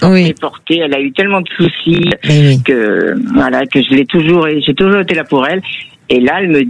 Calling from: Auvergne-Rhône-Alpes, France; Je suis du Rhône.

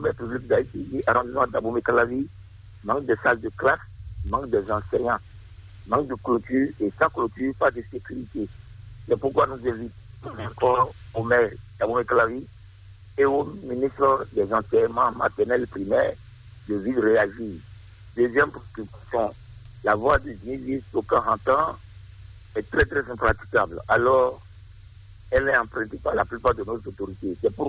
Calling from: Benin

